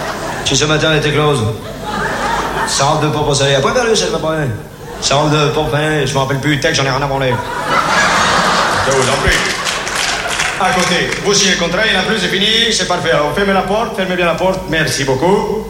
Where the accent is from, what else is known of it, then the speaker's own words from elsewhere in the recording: Belgium; Je suis belge, monsieur, oui.